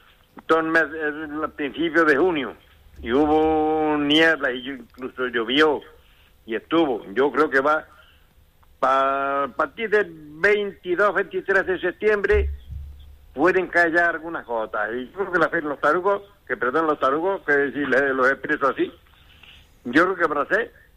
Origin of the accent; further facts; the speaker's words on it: Pozoblanco, Andalusia, Spain; que yo soy de Pozo Blanco, pero que se mueve.